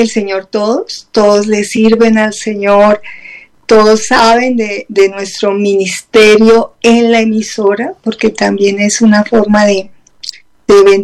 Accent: Armenia, Quindío, Colombia; yo vengo de Armenia

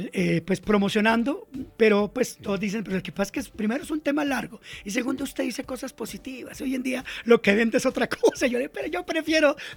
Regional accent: Bogotá, Colombia; also born or lived in Samaná, Caldas (ancestry); yo nací en Bogotá, en el centro. Mis primeros años llegué a Engativá.

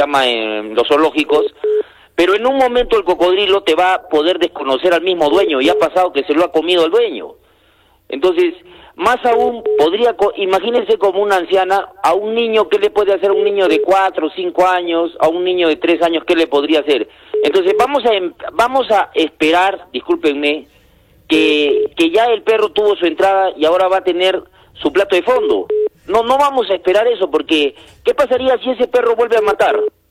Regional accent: Camaná, Arequipa, Peru; born there; now in Characato, Peru; Yo me he criado en Camaná en mi infancia, y en Camaná, parte de mi infancia

